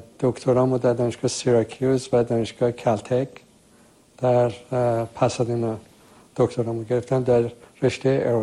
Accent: Tehran, Tehran Province, Iran; moved away as an adult; also born or lived in Shiraz / Syracuse / Pasadena; من در تهران متولد شدم، از مادری که مال آذربایجان بودن و پدری که مال تهران.

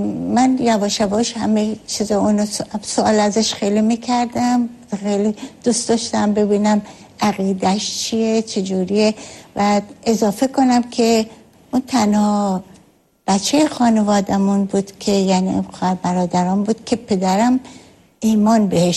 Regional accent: Shiraz, Fars, Iran; از شیراز هستم

